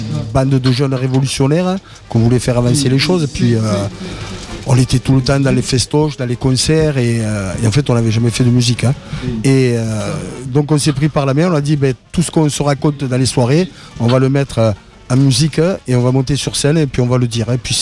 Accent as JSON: {"language": "French", "town": "Béziers", "region": "Occitanie", "country": "France", "first_language": "ca", "said": "ma première langue que j'ai entendue, c'était le catalan. Donc voilà. Après, en français, parce que bon, par la force des choses, il a fallu qu'on parle français."}